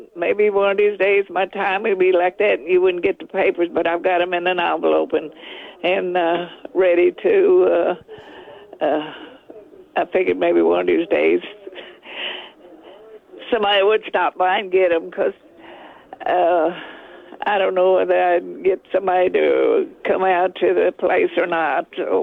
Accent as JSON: {"language": "English", "town": "Schulenburg", "region": "Texas", "country": "United States", "also_born_or_lived": "Freiburg, Texas"}